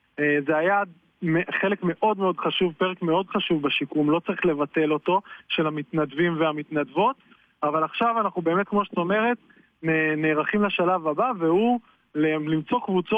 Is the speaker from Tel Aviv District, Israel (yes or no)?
no; Haifa, Haifa District, Israel; אני מחיפה, אני מקיבוץ המחנכים בחיפה